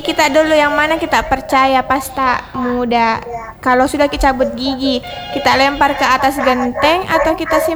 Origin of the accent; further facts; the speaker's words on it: Makassar, South Sulawesi, Indonesia; Saya orang Makassar